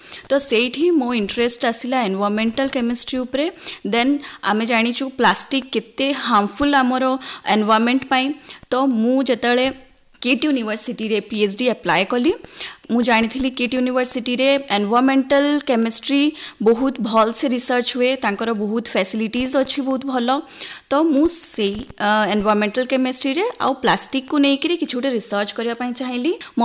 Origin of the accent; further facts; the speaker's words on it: Bhawanipatna, Odisha, India; ମୋ ଘର ଭବାନୀପାଟଣା, ମନ୍ଦାର ବଗିଚାପଡ଼ା।